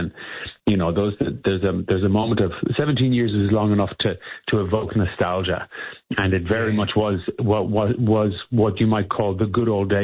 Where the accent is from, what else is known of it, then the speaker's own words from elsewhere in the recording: Ireland; moved away; I was a dancer growing up in Ireland.